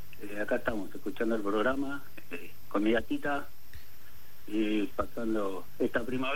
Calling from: Lanús, Buenos Aires Province, Argentina; De Lanús.

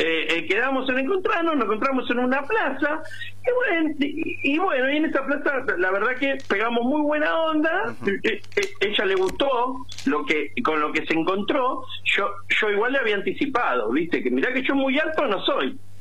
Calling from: Quilmes, Buenos Aires Province, Argentina; Yo soy del barrio de Quilmes.

